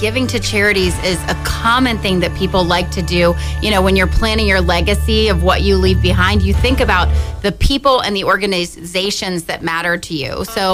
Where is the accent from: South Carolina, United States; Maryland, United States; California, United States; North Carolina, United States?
Maryland, United States; born there; We're newbies downtown, but not newbies to the shore. We've lived here since I was 7 and my sister was 2.